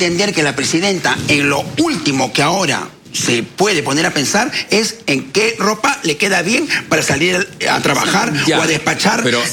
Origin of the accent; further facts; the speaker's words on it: Peru; Seamos conscientes como peruanos.